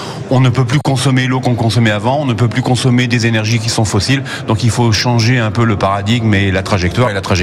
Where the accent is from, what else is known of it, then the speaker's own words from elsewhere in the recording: France; Je suis français